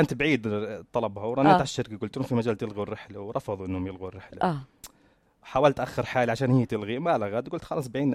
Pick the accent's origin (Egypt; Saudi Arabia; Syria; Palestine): Palestine; Gaza, Gaza Strip; أنا يعني غزاوي ما معي جنسية.